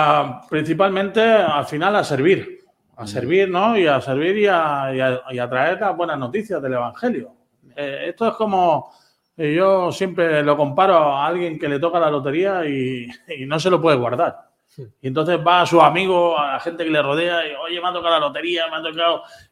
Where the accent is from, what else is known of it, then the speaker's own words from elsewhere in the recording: Catalonia, Spain; born there; Tengo sangre andaluza, aunque nací en Cataluña, pero tengo sangre andaluza. Mi padre es sevillano